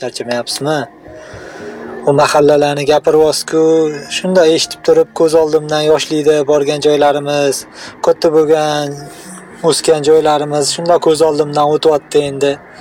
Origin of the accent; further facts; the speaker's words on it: Tashkent, Uzbekistan; Men o'zi Chig'atoy Oqtepada katta bo'lganman.